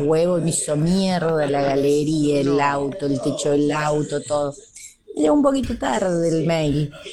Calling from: Córdoba, Argentina; soy de Córdoba, un quillo.

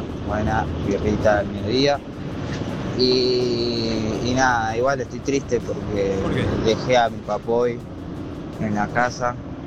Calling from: Lanús, Buenos Aires Province, Argentina; de Lanús.

